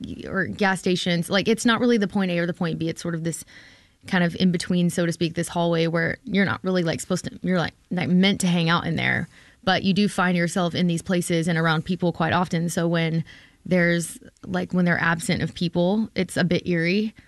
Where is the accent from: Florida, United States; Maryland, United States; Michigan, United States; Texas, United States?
Texas, United States; Golden; a sign in my hometown, this little tiny town in East Texas. And the sign said, Golden, Texas, which is the town, somewhere in the middle of nowhere.